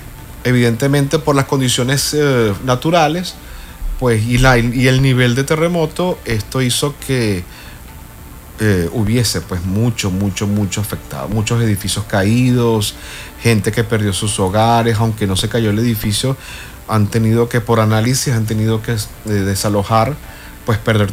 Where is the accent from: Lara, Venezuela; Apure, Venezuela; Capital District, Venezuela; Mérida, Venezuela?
Capital District, Venezuela; Caracas; now in Cancún, Mexico; En Caracas, por ejemplo, que es de donde yo vengo, de la ciudad capital